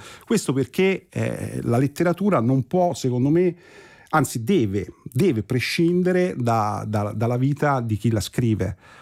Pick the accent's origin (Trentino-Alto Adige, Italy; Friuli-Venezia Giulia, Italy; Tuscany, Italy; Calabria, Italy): Tuscany, Italy; Pisa; io sono pisano